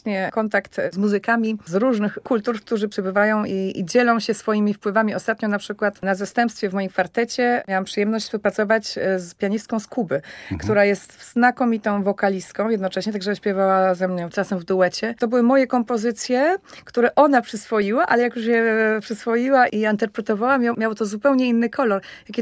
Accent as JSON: {"language": "Polish", "town": "Łódź", "region": "Łódź Voivodeship", "country": "Poland", "moved": "yes", "lives_now": "France", "said": "jak ktoś mnie zapyta, skąd ty jesteś, no to mówię, z miasta Łodzi."}